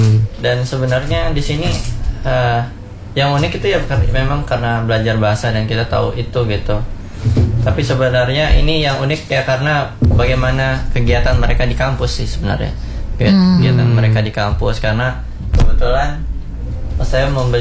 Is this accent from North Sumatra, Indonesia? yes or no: no; Lombok, West Nusa Tenggara, Indonesia